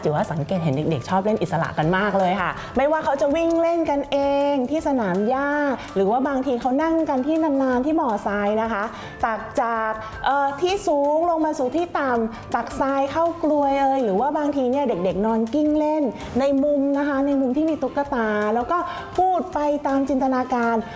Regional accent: Bangkok, Thailand; เกิดและเติบโตในกรุงเทพเนาะบ้านก็เป็นบ้านตึกแถว

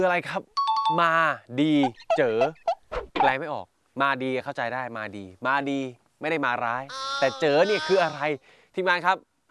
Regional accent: Isan, Thailand; ผมรู้แล้วนะครับผมคนอีสานอยู่แล้ว

